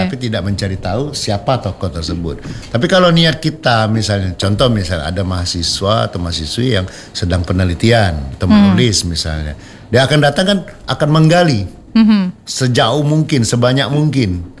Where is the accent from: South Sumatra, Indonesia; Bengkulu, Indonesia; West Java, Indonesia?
South Sumatra, Indonesia; Palembang; sebagai orang Sumatera Selatan dan Palembang khususnya ya.